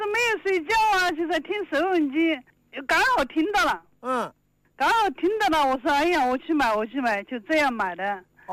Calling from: Qianjiang, Hubei, China; 我是潜江江汉油田的。

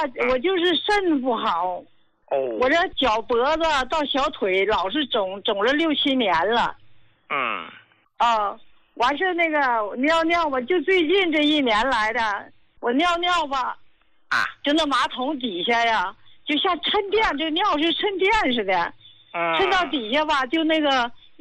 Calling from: Qinhuangdao, Hebei, China; 我是哪的人？我是秦皇岛的。我今年呢83岁了

